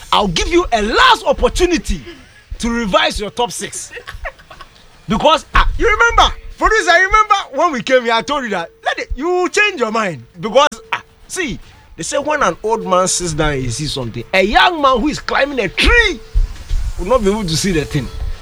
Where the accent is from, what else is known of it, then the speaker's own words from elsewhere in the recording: Ghana; last I checked, I don't come from Manchester. I'm a Ghanaian